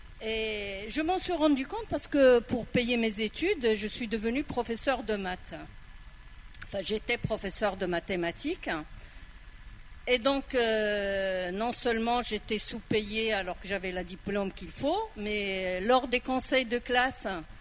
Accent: Morocco; moved away as an adult; now in France; je suis marocaine. En fait, j'ai grandi au Maroc. Je suis arrivée en tant qu'étudiante en France.

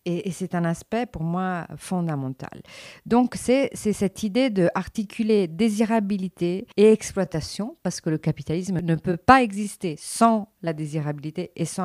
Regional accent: Italy; French is a second language; Il faut dire que je suis italienne et qu'en Italie

